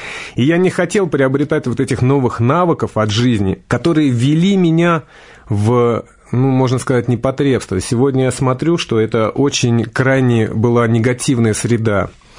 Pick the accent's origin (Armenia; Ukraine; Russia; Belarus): Russia; Moscow; Да, мы москвичи